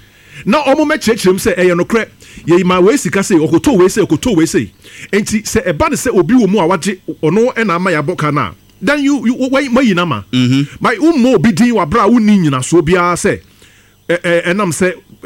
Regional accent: Ghana; My MMA as a Ghanaian. You know, I am worried about so many things.

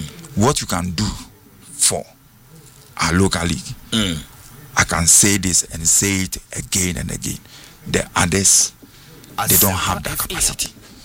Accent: Ghana; we are Ghanaian.

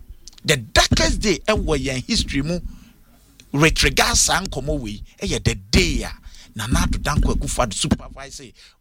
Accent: Ghana; I'm speaking as a Ghanaian

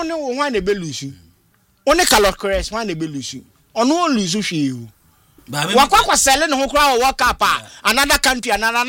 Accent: Ghana; as a Ghanaian

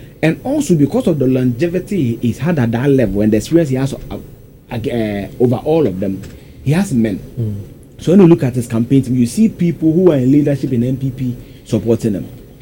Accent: Eastern Region, Ghana; I come from the Eastern region.

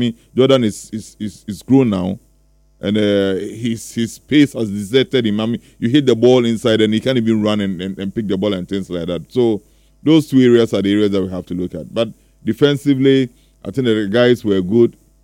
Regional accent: Ghana; I'm a Ghanaian. You get it. I'm a Ghanaian.

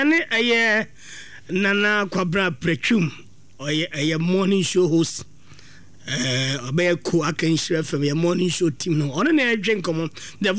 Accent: Tarkwa, Western Region, Ghana; I was born and bred in Takwa.

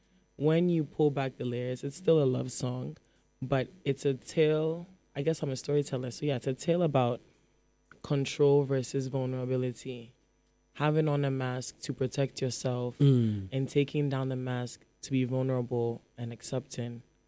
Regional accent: Accra, Greater Accra, Ghana; born there; moved away; also born or lived in Berekum, Ghana / Chicago, United States; where I'm from in Accra, or where like my hometown is in Konya

